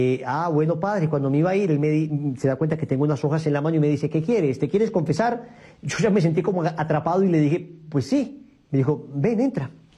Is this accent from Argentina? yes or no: no; Colombia; me encontraba en la iglesia ahí de mi pueblo. Entonces yo vivía en un pequeño pueblo de aquí de Colombia.